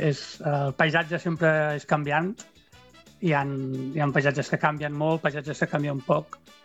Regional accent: Barcelona, Catalonia, Spain; born there; now in Menorca, Spain; Jo soc de Barcelona, o sigui que vaig anar a Barcelona, a l'escola, una escola de Barcelona.

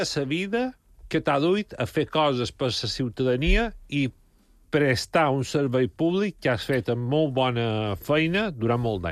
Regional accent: Santa Margalida, Balearic Islands, Spain; la patrona de Santa Margalida, que és el meu poble

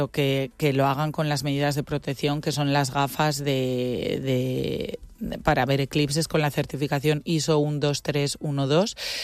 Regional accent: Asturias, Spain; Pues imagínate, yo que vengo de Asturias, que las playas son kilométricas y que tienes 100 metros a la redonda libres.

